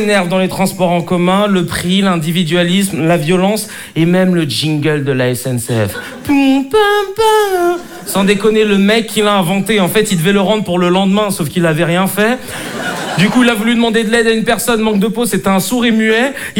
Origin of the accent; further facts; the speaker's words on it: Paris, Île-de-France, France; now in Arcueil, France; Moi, je suis né en France, j'ai grandi à Paris et maintenant j'habite à Arcueil. Alors chez nous, c'est plutôt tranquille. Il n'y a qu'une seule cité